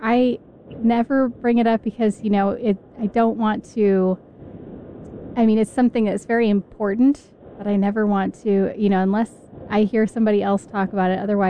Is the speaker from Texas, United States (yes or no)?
yes; Texas, United States; Not to always bash California, but I'm from Texas, so I'm going to bring up what I know, which is that in California...